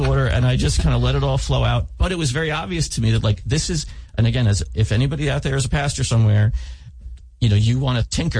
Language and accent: English; Massapequa, New York, United States; now in Knoxville, United States; New York City, just outside of New York City, town called Massapequa.